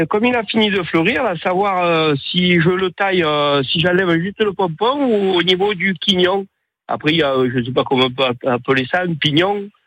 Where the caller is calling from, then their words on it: Les Mages, Occitanie, France; Des Mages.